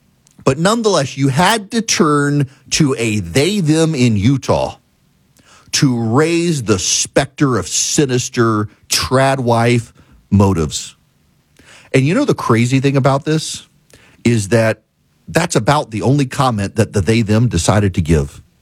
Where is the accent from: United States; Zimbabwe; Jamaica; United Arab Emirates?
United Arab Emirates; Dubai; when I was a kid in the Middle East because I grew up in Dubai